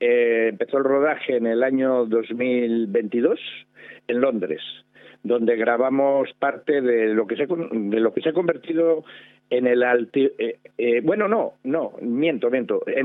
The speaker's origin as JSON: {"language": "Spanish", "town": "Santander", "region": "Cantabria", "country": "Spain", "said": "Y luego todo lo demás está rodado en diferentes localizaciones de Cantabria, porque yo soy de Santander"}